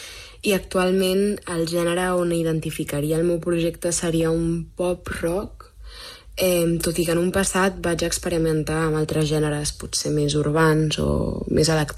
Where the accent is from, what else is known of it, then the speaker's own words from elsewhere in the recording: Barcelona, Catalonia, Spain; Soc una artista del Poblenou de tota la vida que vaig començar a treure música ara ja fa 2 anys